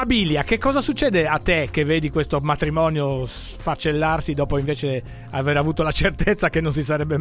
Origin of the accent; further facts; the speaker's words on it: Friuli-Venezia Giulia, Italy; now in Milan, Italy; io sono friulano e ho importato a Milano da 30 anni.